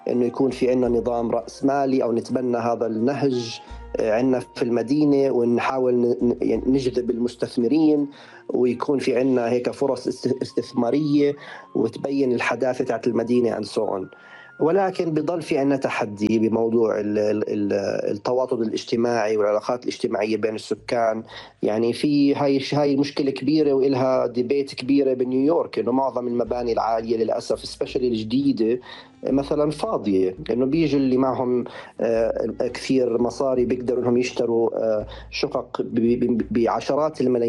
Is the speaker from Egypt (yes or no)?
no; Amman, Amman Governorate, Jordan; ومحطوط على رأس جبل عندنا بعمان